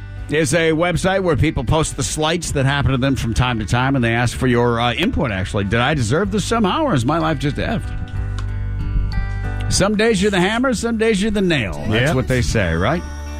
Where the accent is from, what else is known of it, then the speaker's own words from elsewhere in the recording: Kazakhstan; I have Asian features, but I'm from Kazakhstan. Which is a former Soviet country and part of Asia.